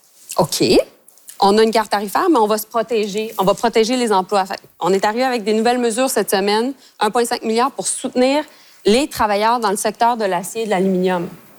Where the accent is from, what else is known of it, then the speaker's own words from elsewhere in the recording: Montreal, Quebec, Canada; Bien, moi, je suis montréalaise, là.